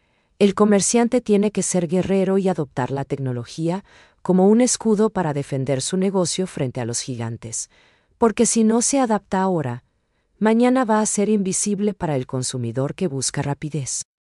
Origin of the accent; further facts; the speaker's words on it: Paraguay; esa conexión especial que nos define como paraguayos